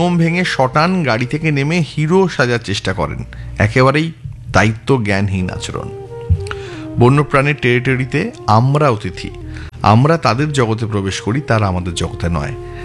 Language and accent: Bangla; India; বিদেশে গেলে তো আমরা নিজেদের ভারতীয়, তখন তো আমরা ভারতীয়